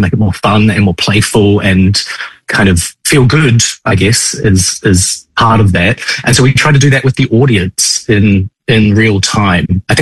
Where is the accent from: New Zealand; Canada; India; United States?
New Zealand; moved away; Growing up in New Zealand